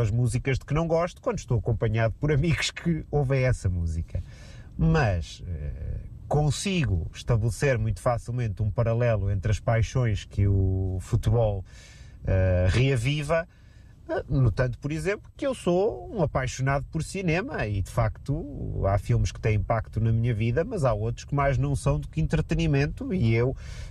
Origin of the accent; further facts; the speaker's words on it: Portugal; qualquer um de nós que tenha posto um pé fora de Portugal sabe que, se chegamos lá fora e dizemos que somos portugueses